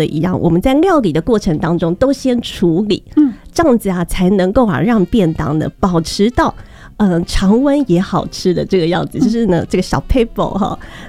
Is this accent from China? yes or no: no; Taiwan